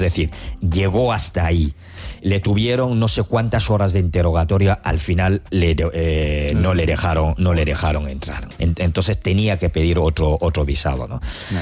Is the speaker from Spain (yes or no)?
no; Cameroon; Sí, hombre. Soy de Camerún.